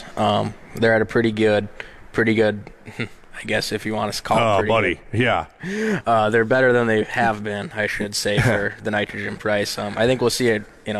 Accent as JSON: {"language": "English", "town": "Kindred", "region": "North Dakota", "country": "United States", "tie": "born or raised there", "also_born_or_lived": "Castleton, North Dakota", "said": "Grew up working on farms around the Kindred areas where I'm from originally."}